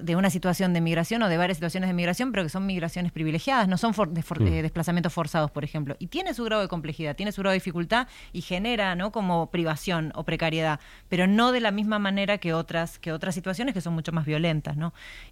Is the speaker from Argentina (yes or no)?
yes; Argentina; Yo soy argentina y escribo cuento.